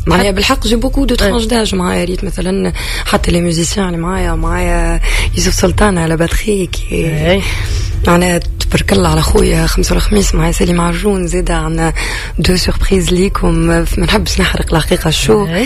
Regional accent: Tunisia; حبيت نبدا في بلادي

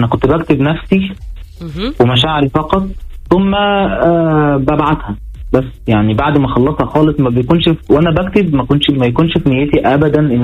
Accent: Egypt; عندنا في مصر

